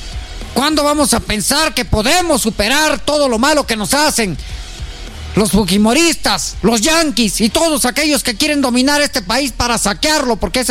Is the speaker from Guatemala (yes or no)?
no; Peru; no valemos nada como peruanos, como ciudadanos.